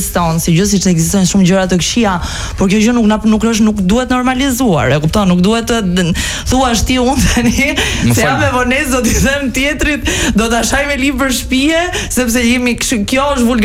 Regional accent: Italy; now in Albania; Unë në Itali.

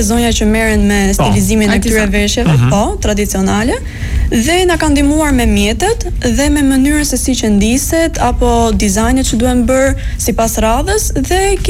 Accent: Korçë, Korçë County, Albania; now in Tirana, Albania; Unë origjinë jam nga jugu, jam nga Korça

